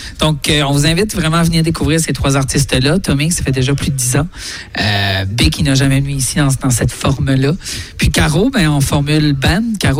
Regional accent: Canada; Et le sommet 2028 aura lieu chez nous, au Canada.

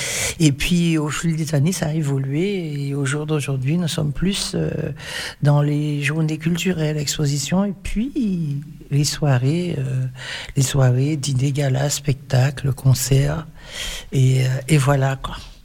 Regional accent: Saint-Pierre, Martinique; Je suis originaire de la Martinique, de la commune de Saint-Pierre

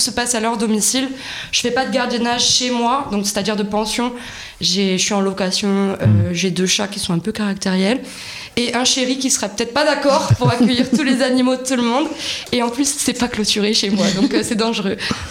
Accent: Brittany, France; moved away as an adult; now in Gers, France; C'était en Bretagne, puisque je suis bretonne.

